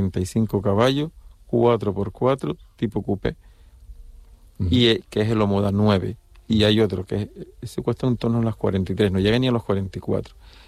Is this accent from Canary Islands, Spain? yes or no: yes; Las Palmas, Canary Islands, Spain; aunque yo soy de origen de Las Palmas